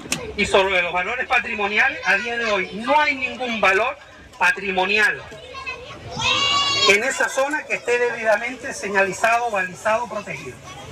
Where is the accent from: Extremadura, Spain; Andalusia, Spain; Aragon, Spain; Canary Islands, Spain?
Canary Islands, Spain; Santa Cruz de Tenerife; now in Güímar, Spain; Porque yo soy de Santa Cruz, vivo en Guima, ¿y qué hago yo en Chimiche?